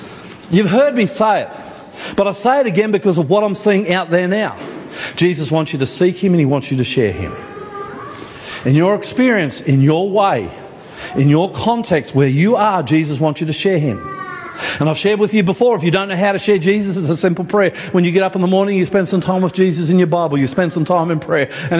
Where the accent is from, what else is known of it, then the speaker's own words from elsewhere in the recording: Brisbane, Queensland, Australia; now in Sydney, Australia; I'm from Brisbane, for better or worse. I said to you the other day, I kind of feel like my hometown now is Sydney.